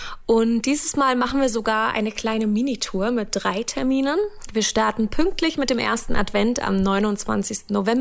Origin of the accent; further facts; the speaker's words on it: Hamburg, Germany; now in Landshut, Germany; der Nähe von meiner neuen Heimat Landshut. Und endlich ist es soweit, endlich komme ich auch mal in meine alte Heimat nach Hamburg am 13. Dezember.